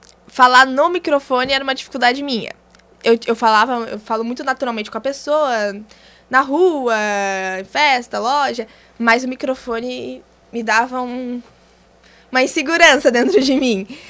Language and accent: Portuguese; Brazil; Eu venho da comunidade de São Felipe.